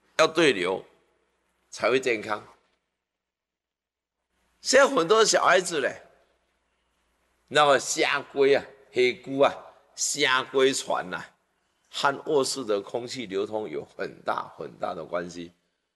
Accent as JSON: {"language": "Chinese", "country": "Taiwan", "said": "虐待我们台湾人，"}